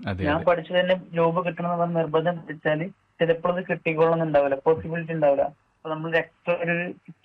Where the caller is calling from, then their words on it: Manjeri, Kerala, India; Manjeri Payyanad പിരാന്തൂർ.